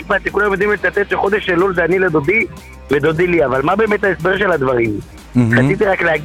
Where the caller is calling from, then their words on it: Netivot, Southern District, Israel; אני באמת מנתיבות.